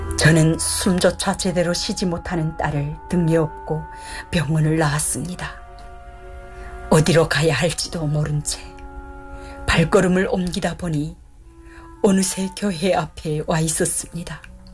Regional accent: Kyongwon, North Hamgyong, North Korea; now in South Korea; 저는 북한 함경북도 경원군에서 태어나 어린 나이에 어머니와 두 언니를 잃고 가족의 생계를 책임져야 했습니다.

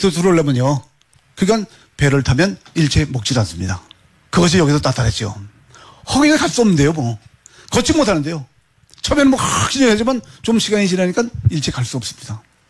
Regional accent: North Korea; now in South Korea; 난 북한 놈 맞아.

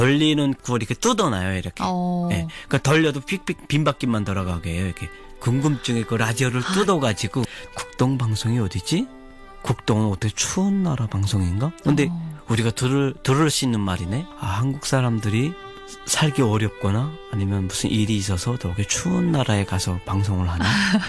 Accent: North Korea; moved away as an adult; now in South Korea; 네, 맞습니다. 이제 북한에서 태어나서 이제 초중고를 졸업하고 이제 군대에 가서 한 10년 정도 있다가

